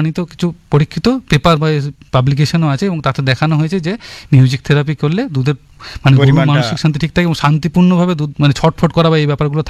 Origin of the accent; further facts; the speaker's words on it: West Bengal, India; এবং পশ্চিমবঙ্গে যেটা সব থেকে আমাদের একটু চিন্তার বিষয়, যেটা হচ্ছে আমাদের এখানে কমিউনিটি গ্রেজিং বা চড়ার জায়গা খুব কম